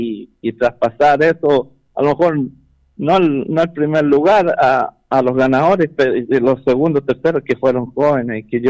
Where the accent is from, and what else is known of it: Chile